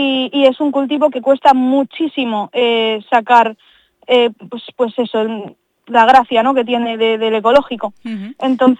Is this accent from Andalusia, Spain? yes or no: no; Escatrón, Aragon, Spain; Yo realmente soy de Escatrón, en Escatrón no tenemos ni panadería ya, que es una lástima.